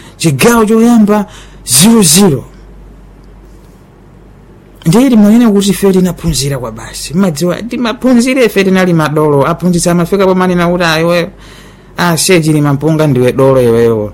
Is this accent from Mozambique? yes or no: yes; Angónia, Tete, Mozambique; Eu sou da Angônia. De Majora, né?